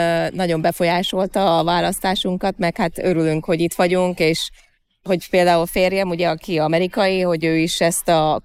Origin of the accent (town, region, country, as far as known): Hungary; born or raised there; moved away; also born or lived in Kansas City, United States